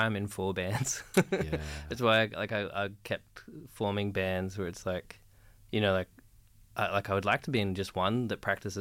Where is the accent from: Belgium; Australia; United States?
Australia; Sydney, New South Wales; I grew up in Liverpool